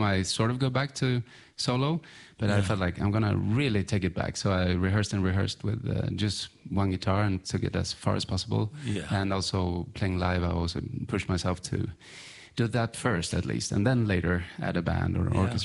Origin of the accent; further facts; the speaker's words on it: Gothenburg, Västra Götaland, Sweden; Yeah, especially the first 7 years of my life was in Hammarkullen.